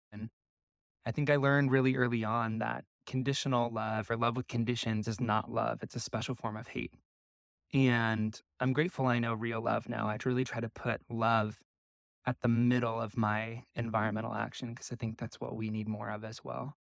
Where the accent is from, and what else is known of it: Nebraska, United States; born or raised there; moved away